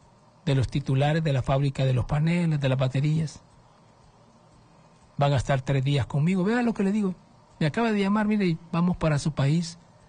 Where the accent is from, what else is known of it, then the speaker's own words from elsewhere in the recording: Honduras; pues yo soy ciudadano hondureño.